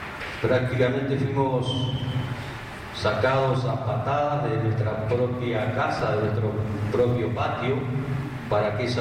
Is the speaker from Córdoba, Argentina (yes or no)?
no; Neuquén, Argentina; que fue uno de los primeros pobladores que se asentó en esos parajes en el año 1890. Tenemos 136 años de historia en la región.